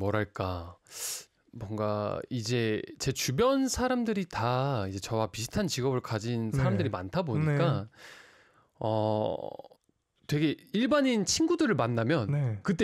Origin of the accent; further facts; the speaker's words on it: Jeolla, South Korea; 이렇게 문을 열면 네. 황금빛 벼밭이 쫙 펼쳐지는데 그 위에는 엄청 커다란 해가 보이는 거예요. 전라도였거든요.